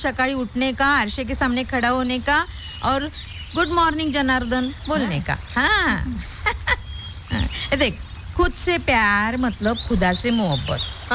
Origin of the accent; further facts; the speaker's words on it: Maharashtra, India; first language Marathi; Hindi is a second language; अरे हम मराठी लोग हैं ना, हमको हिंदी में बात करने में बड़ा अच्छा लगता है. मैं हिंदी में बोलती हूँ.